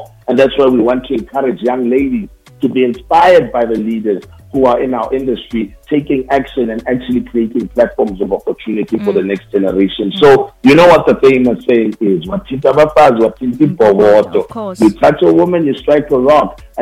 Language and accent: English; South Africa